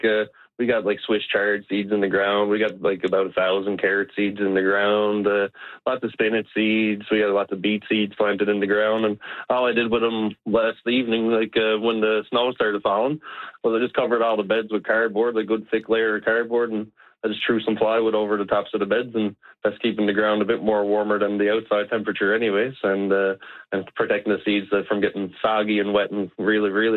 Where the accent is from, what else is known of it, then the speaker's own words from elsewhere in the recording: Witless Bay, Newfoundland and Labrador, Canada; I'm from Whitless Bay on the Southern Shore.